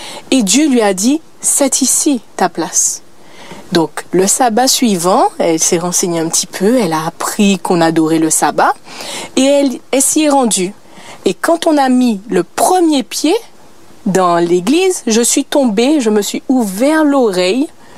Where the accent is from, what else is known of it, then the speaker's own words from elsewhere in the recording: Petit-Bourg, Guadeloupe; now in Martinique; Alors, je ne suis pas originaire de la Martinique. Je suis de l'île d'à côté, donc je suis de la Guadeloupe. Donc, j'ai grandi à Petitbourg en Guadeloupe.